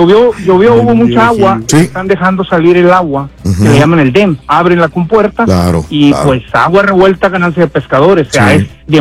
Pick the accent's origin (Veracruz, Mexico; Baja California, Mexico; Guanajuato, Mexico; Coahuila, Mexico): Coahuila, Mexico; Monclova; Somos de allá de Monclova, de Monclova, Coahuila.